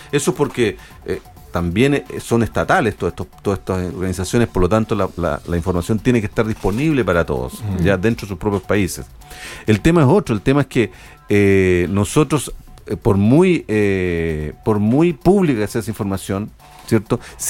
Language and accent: Spanish; Chile; el 80% de los que trabajamos en observatorios somos todos chilenos